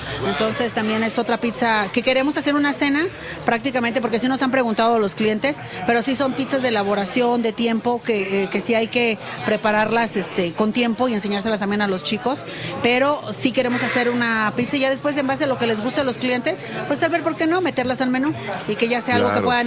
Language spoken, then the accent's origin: Spanish; Mexico; Es lo que nos trae a nosotros como mexicanos y nos distingue el maíz.